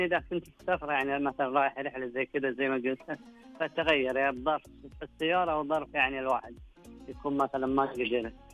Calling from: Medina, Medina Province, Saudi Arabia; من بواحي المدينه المنوره

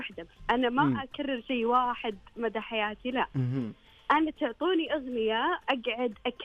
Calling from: Riyadh, Riyadh Province, Saudi Arabia; من العاصمة.

